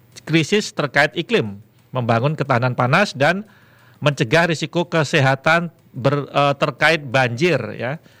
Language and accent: Indonesian; Madiun, East Java, Indonesia; born there; Ini kota saya, kota lahir saya gitu ya. Tempat kita bekerja di sini.